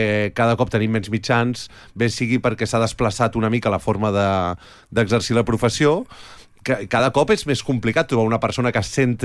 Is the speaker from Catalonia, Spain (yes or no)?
yes; Barcelona, Catalonia, Spain; alguns oients ja sabeu que sóc del Guinardó